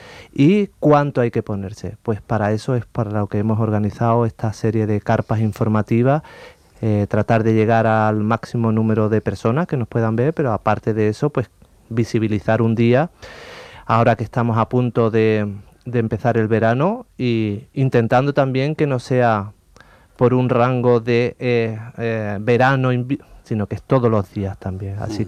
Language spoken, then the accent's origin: Spanish; Andalusia, Spain; Pues al final somos andaluces, estamos en la comunidad que más horas de sol tenemos en España.